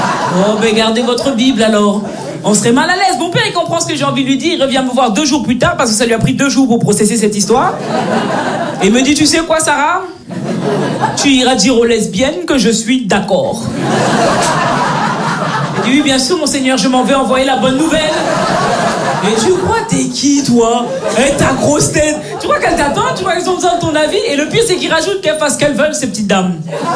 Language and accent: French; Belgium; Moi je suis née et j'ai grandi en Belgique. Mes parents sont nés, ils ont grandi au Cameroun.